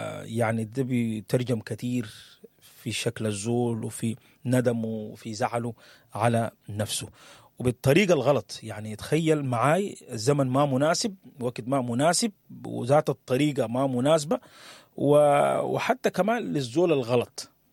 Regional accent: Sudan; بلدنا السودان

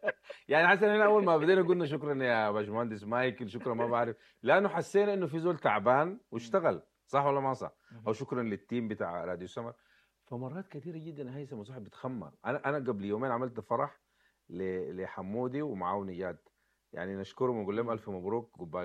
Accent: Sudan; احنا طبعا كسودانيين

